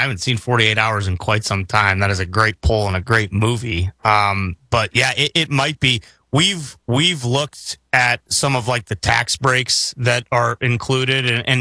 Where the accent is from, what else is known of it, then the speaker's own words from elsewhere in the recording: Midwest, United States; maybe it's because I'm not from New York and I'm not from that area and I'm from the Midwest.